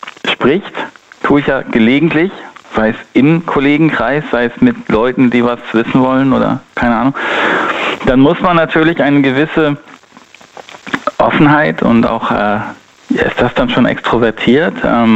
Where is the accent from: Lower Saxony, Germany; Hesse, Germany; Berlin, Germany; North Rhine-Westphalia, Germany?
North Rhine-Westphalia, Germany; Ich komme aus dem Rhein-Sieg-Kreis.